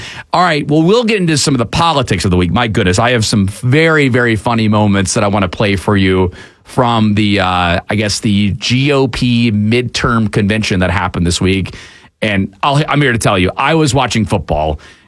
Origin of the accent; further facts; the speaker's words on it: Atlanta, Georgia, United States; I've lived in America my entire life, born and raised in Atlanta, Georgia.